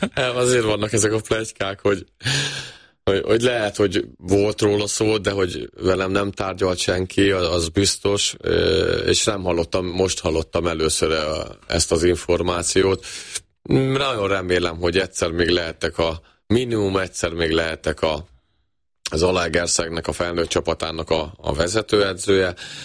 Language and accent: Hungarian; Kaposvár, Somogy, Hungary; Kaposváron születtem, és még 12 évesen az volt az álmom, hogy egyszer a Rákócziba játszhassak